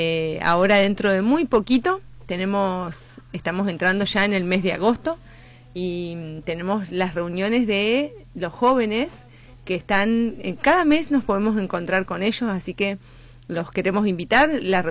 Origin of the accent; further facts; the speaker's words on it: Neuquén, Argentina; así que somos de Argentina. Y estamos en distintos lugares de la provincia del Neuquén.